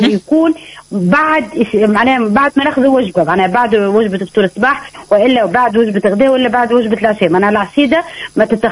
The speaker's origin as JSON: {"language": "Arabic", "region": "southern Tunisia", "country": "Tunisia", "said": "احنا عندنا في الجنوب"}